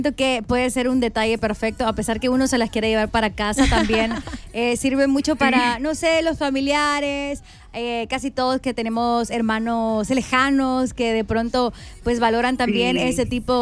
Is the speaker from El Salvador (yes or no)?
yes; El Salvador; nos hacen sentir orgullosos como salvadoreños